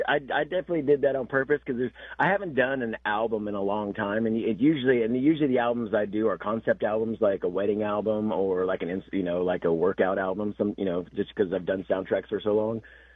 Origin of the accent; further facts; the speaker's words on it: California, United States; moved away; I'm from Northern California. That's my home.